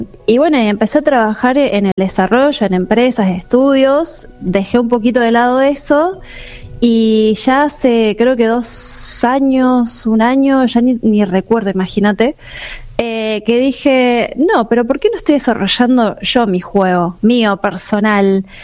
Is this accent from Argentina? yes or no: yes; Mendoza, Argentina; moved away as an adult; now in La Bordeboy, Argentina; Yo soy mendocina.